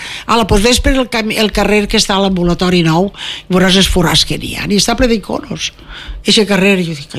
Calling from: Oliva, Valencian Community, Spain; conec el meu poble. Perquè Oliva és molt Oliva.

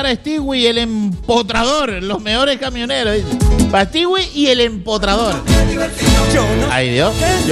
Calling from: La Orotava, Canary Islands, Spain; de La Perdoma en La Orotava.

